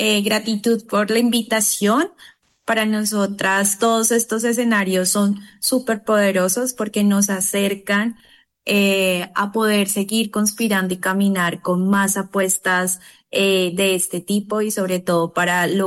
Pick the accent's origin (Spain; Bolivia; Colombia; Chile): Colombia; Buenaventura, Valle del Cauca; born there; now in Cali, Colombia; nací en Buenaventura y emigré a la ciudad de Cali.